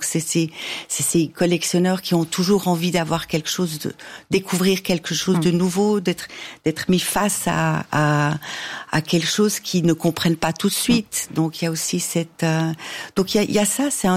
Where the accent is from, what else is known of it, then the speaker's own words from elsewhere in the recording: Neuchâtel, Switzerland; Malheureusement pas, alors que je suis de Neuchâtel.